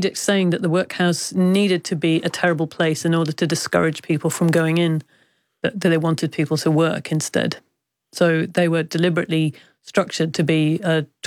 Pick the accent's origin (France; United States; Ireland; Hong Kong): Ireland; accent: British; I know how bad it sounds in my very British accent to say, yes